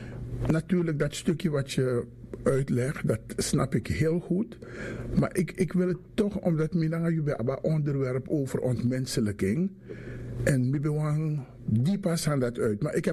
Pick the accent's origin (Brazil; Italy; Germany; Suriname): Suriname; born there; Ik ben geboren in Suriname, ik ben opgegroeid aan de Herassingstraat.